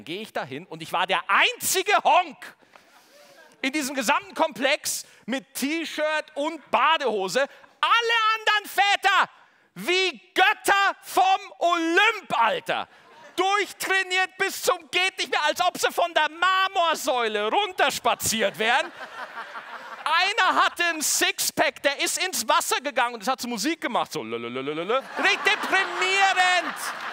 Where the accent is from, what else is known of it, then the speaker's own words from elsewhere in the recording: Bavaria, Germany; ich komme aus Niederbayern und da wird der Dialekt so vorne mit den Lippen noch so geformt.